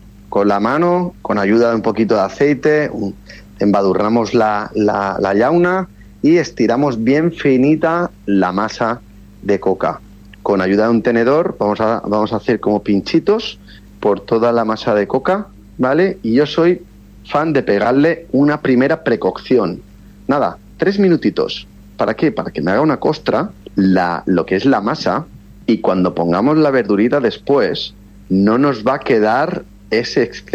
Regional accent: Balearic Islands, Spain

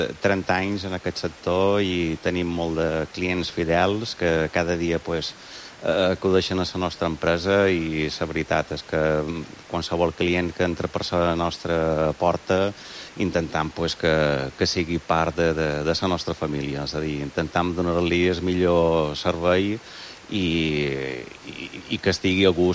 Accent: Ciutadella, Balearic Islands, Spain; tots som de Ciutadella

